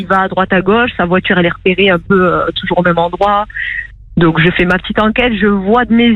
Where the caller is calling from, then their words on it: Carcassonne, Occitanie, France; Oui, je suis de Carcassonne.